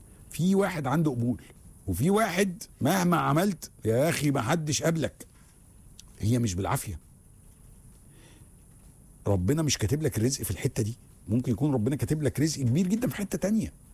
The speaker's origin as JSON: {"language": "Arabic", "town": "Luxor", "region": "Luxor Governorate", "country": "Egypt", "said": "انا بما اني بقى بتكلم على من الأقصر وانا راجل من الأقصر، الحياة جوه الأقصر بالليل عاملة ازاي؟"}